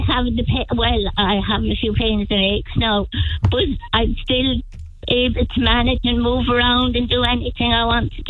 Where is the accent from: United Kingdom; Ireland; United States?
Ireland; Kinsale, Munster; moved away; Born and raised in Kinsale, yes. I don't live there now, but born and raised in Kinsale.